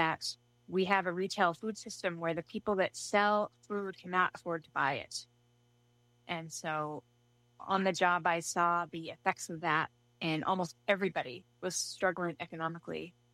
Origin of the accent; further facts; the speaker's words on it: Utah, United States; moved away as an adult; I moved back, I thought temporarily, to my home state of Utah to regroup, figure out what was next.